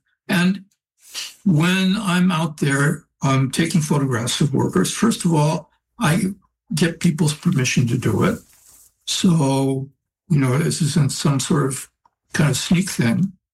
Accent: Oakland, California, United States; I grew up in Oakland. I didn't know anything about farm workers. I didn't know anything about Mexico or Mexicans. I didn't speak Spanish.

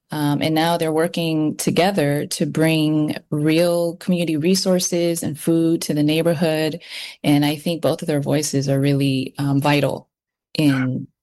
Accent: California, United States; I think being born and raised in the Bay Area, it's like, you know, it's a little bit different Los Angeles.

